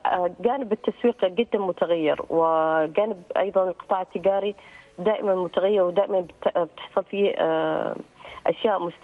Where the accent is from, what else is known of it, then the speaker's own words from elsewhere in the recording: Oman; عندنا في سلطنة عمان